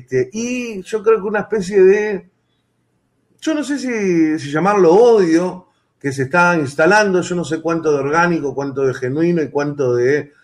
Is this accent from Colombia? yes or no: no; Argentina; los argentinos tuvimos que inventarnos nuestro propio código común.